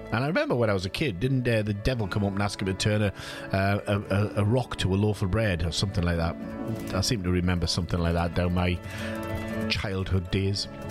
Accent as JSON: {"language": "English", "town": "South Shields", "region": "North East England", "country": "United Kingdom", "said": "I am from South Shields. I am a sand dancer. I am proud of the fact that I'm a sand dancer."}